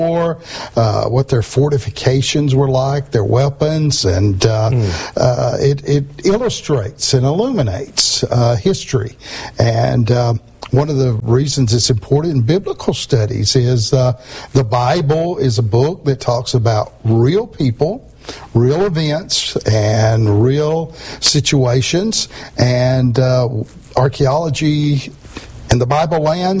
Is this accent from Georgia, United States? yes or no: yes; Georgia, United States; I know when I was a kid growing up in North Georgia, I used to love to dig things up in the yard.